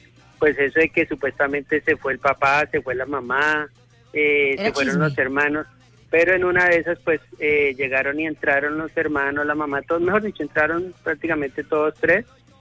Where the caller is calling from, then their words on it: Melgar, Tolima, Colombia; Desde el barrio caliente de Bogotá, Melgar.